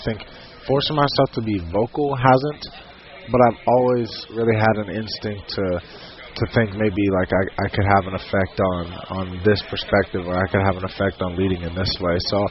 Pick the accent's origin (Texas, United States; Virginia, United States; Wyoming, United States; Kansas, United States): Kansas, United States; Lawrence; Yeah, you know, that was a hard one for me growing up in Lawrence